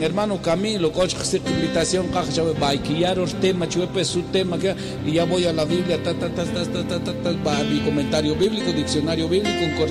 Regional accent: Quetzaltenango, Guatemala; Yo crecí en Shela, 10 en Jnab, Shine Quetzaltenango.

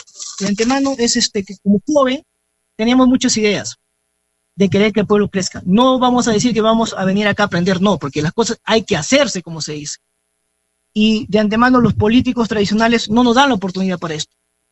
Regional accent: Marmot district, La Libertad, Peru; moved away as an adult; yo he estudiado acá en el distrito de Marmot, toda la primaria particularmente. Yo soy netamente de acá del distrito. Posteriormente, me fui a la ciudad a continuar con mi carrera profesional

